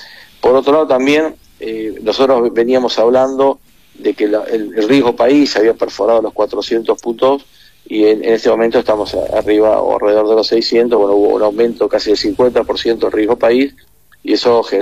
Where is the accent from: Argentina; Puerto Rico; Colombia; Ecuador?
Argentina